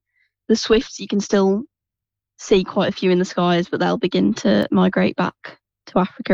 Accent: West Midlands, United Kingdom; Growing up in the West Midlands with all the canals, I'd wander around

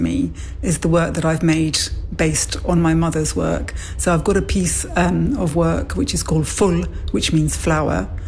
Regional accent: United Kingdom; I'm South Asian, I'm a British Indian, and I'm a Sikh as well.

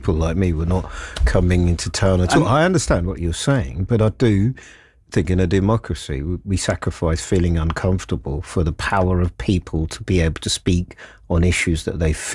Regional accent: London, United Kingdom; as a Londoner

